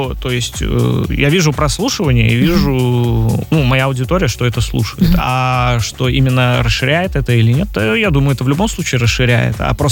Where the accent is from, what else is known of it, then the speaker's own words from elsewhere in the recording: Liozna, Vitebsk Region, Belarus; now in Minsk, Belarus; я сам вообще из Лиозна, это возле Витебска.